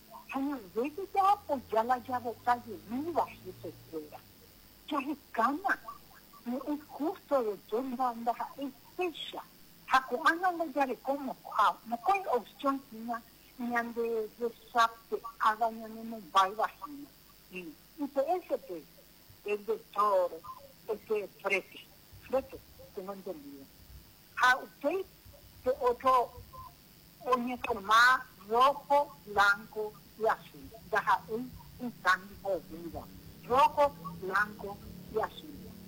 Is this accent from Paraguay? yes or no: yes; Paraguay; somos paraguayos, tenemos que sentar con nuestros hijos